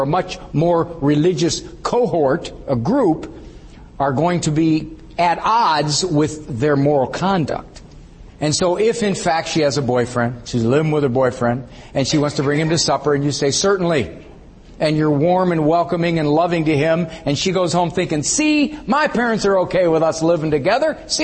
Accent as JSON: {"language": "English", "town": "Cleveland", "region": "Ohio", "country": "United States", "said": "Actually, I'm from Cleveland."}